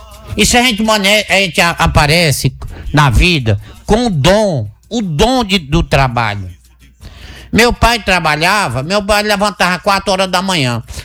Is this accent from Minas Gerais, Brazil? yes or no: no; Hidrolândia, Ceará, Brazil; moved away; a cidade de Hidrolândia, tamanho bem pequenininha na época, tamanho de um ovo. E tu já pensou, o lugarejo onde eu nasci, menor do que um ovo de rolinha.